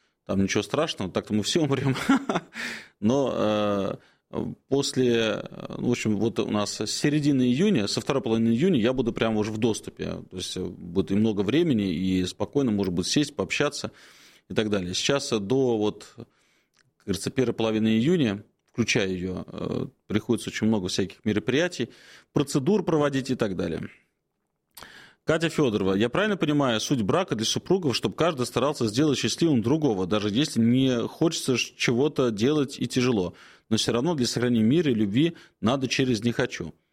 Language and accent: Russian; Moscow, Russia; мы живем в Москве еще там с середины или начала 19 века. И так-то я коренной москвич, я москвич, и я русский человек, и для меня Россия – это моя родина.